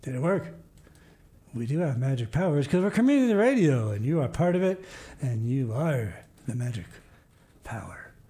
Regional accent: United States; now in Madrid, New Mexico, United States; I grew up near the Blue Ridges.

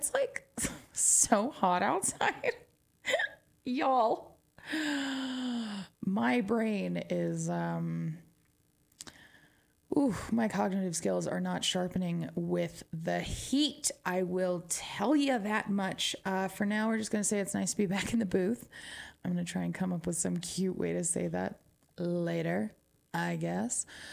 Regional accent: New Mexico, United States; accent: twang; first language English; moved away as an adult; born here all my life, had to get the hell out of Dodge for a minute. And then I did, and I was like, wow, there are a lot of people out here. And I came back home. And now I am in one of the smallest places that I could find

